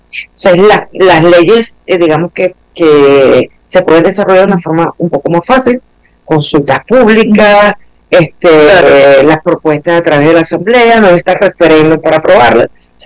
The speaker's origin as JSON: {"language": "Spanish", "country": "Venezuela", "said": "uno como abogado, como venezolano"}